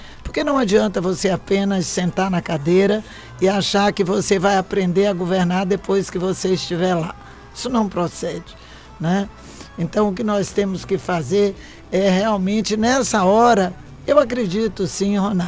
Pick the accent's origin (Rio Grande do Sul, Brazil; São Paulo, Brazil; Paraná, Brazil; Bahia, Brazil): Bahia, Brazil; now in Goiás, Brazil; eu sou baiana.